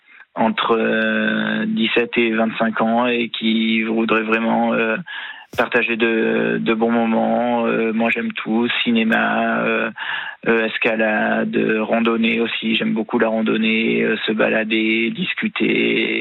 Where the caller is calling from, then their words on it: Pierrefeu-du-Var, Provence-Alpes-Côte d'Azur, France; j'ai 26 ans, je suis autiste Asperger, je suis quelqu'un de très gentil, j'habite à Pierrefeu-du-Var